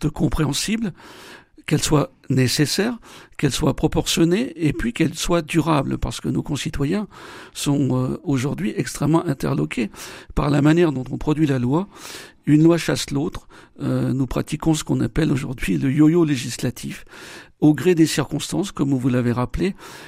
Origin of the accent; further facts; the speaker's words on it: Saint-Étienne, Auvergne-Rhône-Alpes, France; Alors j'ai été député de la Loire, je suis stéphanois, j'ai été député de la Loire de 2017 à 2022